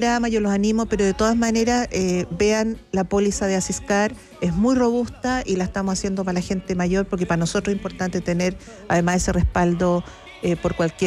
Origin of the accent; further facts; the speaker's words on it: Chile; nosotros empezamos a viajar como chilenos también hace poco.